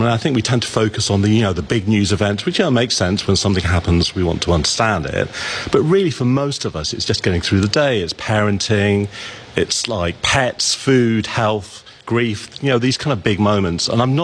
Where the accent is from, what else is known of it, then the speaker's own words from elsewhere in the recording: England, United Kingdom; I grew up in England, did not grow up with proms